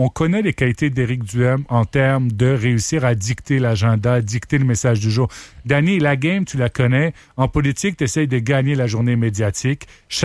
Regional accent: Montreal, Quebec, Canada; moved away as an adult; now in Estrie, Canada; Oui, j'habite en Estrie. Je suis un gars de Montréal qui a étudié un peu à l'étranger, mais qui habite depuis au moins 4-5 ans maintenant en Estrie.

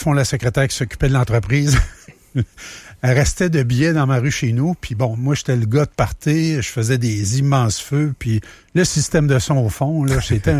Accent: Sacré-Cœur, Quebec, Canada; moved away as an adult; je suis originaire de la Côte-Nord. Je viens tout simplement du village de Sacré-Cœur. Là. C'est la jonction là, pour la route de Tadoussac, pour le petit parc de Chicoutimi. Excellent bled.

